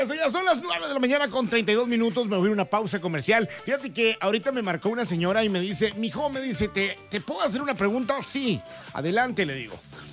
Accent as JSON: {"language": "Spanish", "region": "Sonora", "country": "Mexico", "said": "Yo soy de Sonora, 100% sonorense. Soy mayo 100%"}